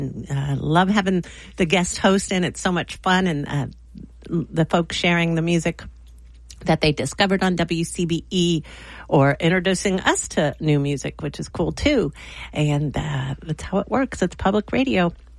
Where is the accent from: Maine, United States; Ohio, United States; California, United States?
Ohio, United States; Mount Vernon; my hometown, Mount Vernon